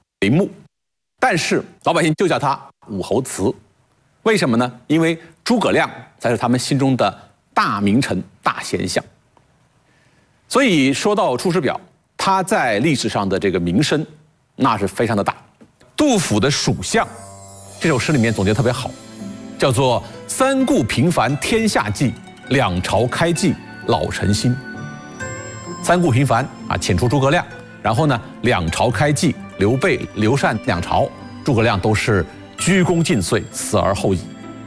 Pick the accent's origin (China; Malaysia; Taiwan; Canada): China; Sichuan; 我是四川人，